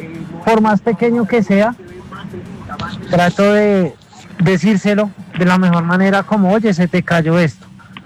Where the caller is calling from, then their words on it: Bogotá, Colombia; yo soy rolo capitalino y amo mi Bogotá.